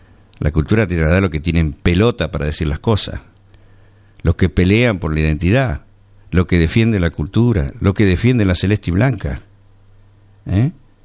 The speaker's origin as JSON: {"language": "Spanish", "country": "Argentina", "said": "los argentinos seamos más de lo que somos"}